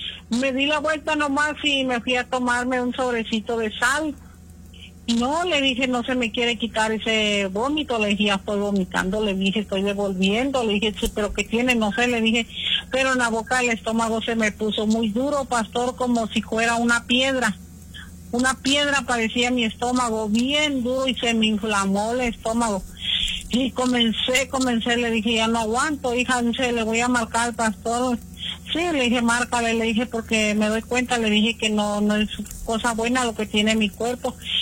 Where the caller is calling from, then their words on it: Río Grande, Oaxaca, Mexico; De aquí, de Río Grande.